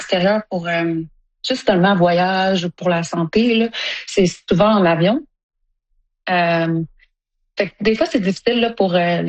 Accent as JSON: {"language": "French", "town": "Sept-Îles", "region": "Quebec", "country": "Canada", "tie": "born or raised there", "said": "J'ai l'impression qu'en grandissant à Sept-Îles, le côté inou, là, était vraiment perdu."}